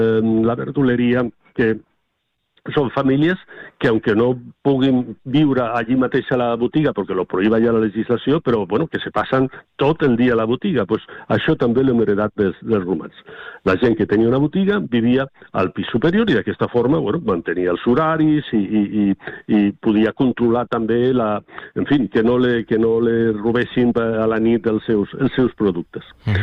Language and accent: Catalan; Tarragona, Catalonia, Spain; born or raised there